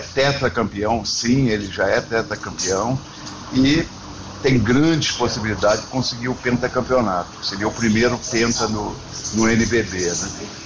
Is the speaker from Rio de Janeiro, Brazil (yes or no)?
yes; Rio de Janeiro, Brazil; also born or lived in São Paulo; now in Fortaleza, Brazil; Eu sou paulista também, paulista, criado no Rio de Janeiro, vivi por esse mundo afora, né? Hoje estou aqui em Fortaleza.